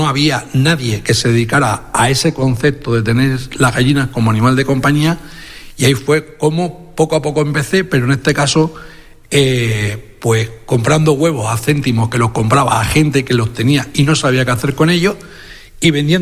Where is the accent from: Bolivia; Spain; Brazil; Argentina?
Spain; Navalmoral de la Mata, Extremadura; born there; ¿por qué no soy presidente del equipo de fútbol de mi pueblo, del Moralo?